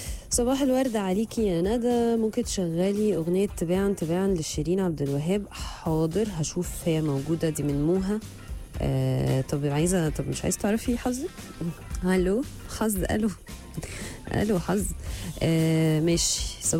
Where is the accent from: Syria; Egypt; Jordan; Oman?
Egypt